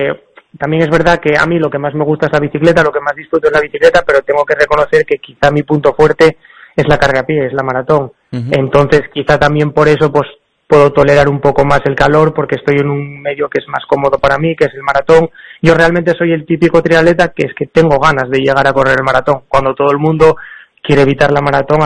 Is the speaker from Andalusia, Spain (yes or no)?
no; Avilés, Asturias, Spain; soy asturiano